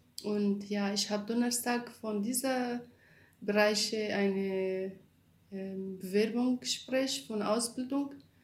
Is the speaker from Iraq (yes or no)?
yes; Kurdistan Region, Iraq; German is a second language; now in Germany; Nordirak, ich bin Kurdin.